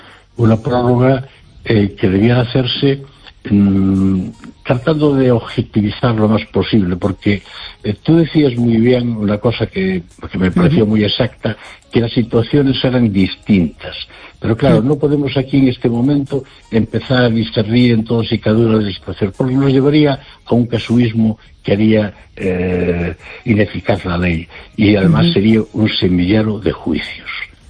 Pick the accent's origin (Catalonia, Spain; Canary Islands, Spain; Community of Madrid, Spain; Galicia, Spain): Community of Madrid, Spain; Madrid